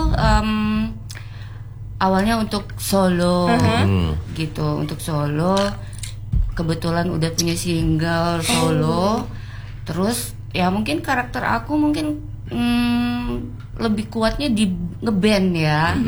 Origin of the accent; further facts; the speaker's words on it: Bandung, West Java, Indonesia; born there; now in Jakarta, Indonesia; vokal. Aku dari Jakarta. Aslinya Bandung.